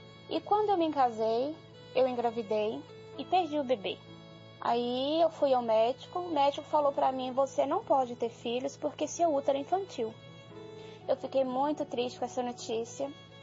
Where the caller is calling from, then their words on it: Santo Antônio do Itambé, Minas Gerais, Brazil; Sou de Santo Antônio do Itambé, Minas Gerais.